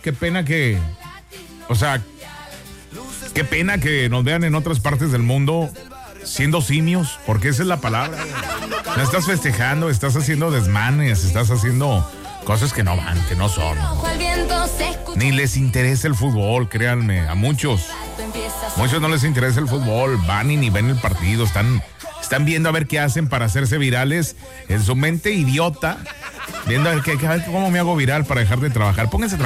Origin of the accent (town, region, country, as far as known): Mexico